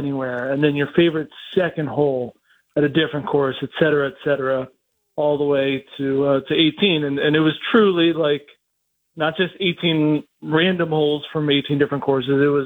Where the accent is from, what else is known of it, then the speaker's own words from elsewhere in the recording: East Coast, United States; now in Phoenix, Arizona, United States; And I grew up on the East Coast, and when I got out here and started playing, I was just mesmerized by the cactus and the mountains and the lakes.